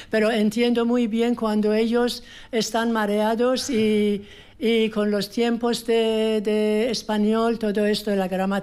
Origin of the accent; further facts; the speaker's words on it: Iran; accent: Persian; Spanish is a second language; now in Spain; Bueno, mi acento es de Persia. Soy de Persia, de origen.